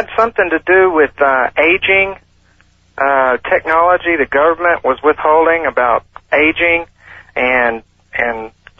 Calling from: Ligonier, Indiana, United States; Ligonier, Indiana.

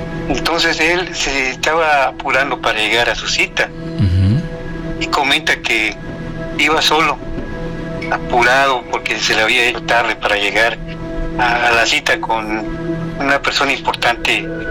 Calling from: Comitán, Mexico; de Comitán, Yucatán.

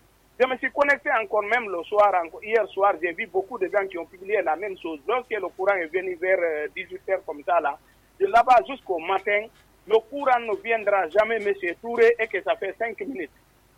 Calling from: Middle Guinea, Guinea; il y a un adage chez nous, à Moyenne Guinée

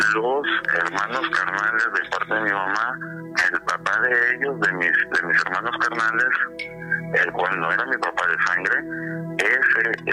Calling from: Ensenada, Baja California, Mexico; Pues estamos aquí en la Bella Cenicienta del Pacífico, aquí en Ensenada, Baja California

